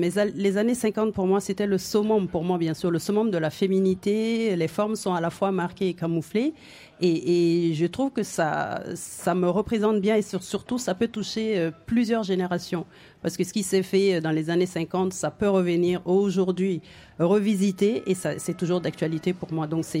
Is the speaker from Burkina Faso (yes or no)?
yes; Burkina Faso; now in Paris, France; je suis burkinabé, je reprends mon identité